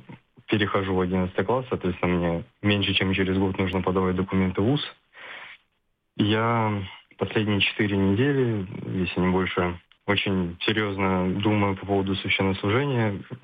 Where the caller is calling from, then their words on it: Luhansk, Luhansk Oblast, Ukraine; я из Луганска.